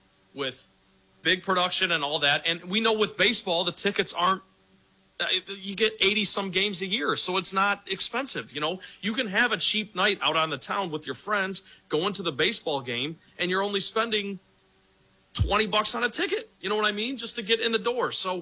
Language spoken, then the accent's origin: English; Grand Rapids, Michigan, United States; I know it's my hometown